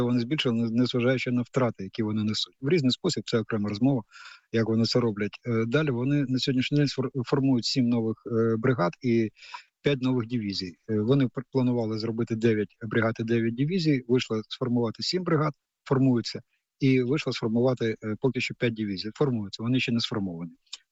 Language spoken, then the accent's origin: Ukrainian; Kyiv, Ukraine; я теж корінний киянин.